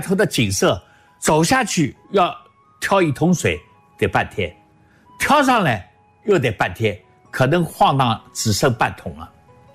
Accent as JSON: {"language": "Chinese", "region": "Beijing", "country": "China", "tie": "born or raised there", "also_born_or_lived": "Shanghai", "said": "我出生在上海，是吧？成长在北京，大城市的生活我很熟悉"}